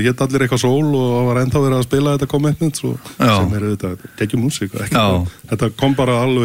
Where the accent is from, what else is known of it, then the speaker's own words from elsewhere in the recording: Selfoss, Southern Region, Iceland; Við erum bara strákur frá Selfossi, þannig að ég getum ekki svarað þessu.